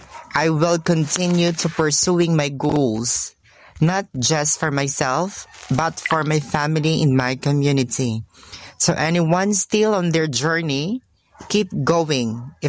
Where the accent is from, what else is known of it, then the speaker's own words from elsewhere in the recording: Ilog, Western Visayas, Philippines; English is a second language; Growing up in Sitio San Ramon, Barangay Manalad, Ilog Negros Occidental, life was never easy. My family is poor, and my parents do not have stable work.